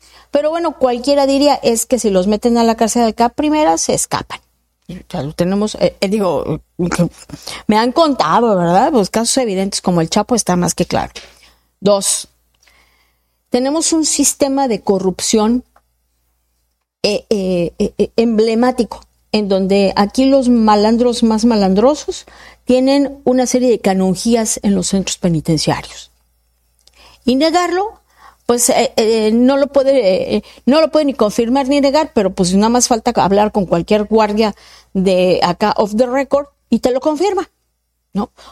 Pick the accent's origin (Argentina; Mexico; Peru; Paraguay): Mexico; Y que coincidiría como mexicana